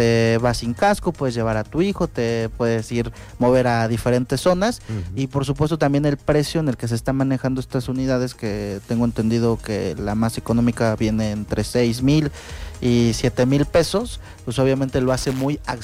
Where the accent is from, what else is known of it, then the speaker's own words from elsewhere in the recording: Mexico; nosotros como mexicanos a veces pensamos que son muy tediosas